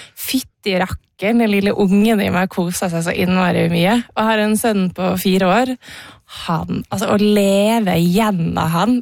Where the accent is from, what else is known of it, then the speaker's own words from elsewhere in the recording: Northern Norway, Norway; jeg kommer fra Nord-Norge, og vi har hytta på Senja. Så troll I Senja har jo jeg vokst opp med.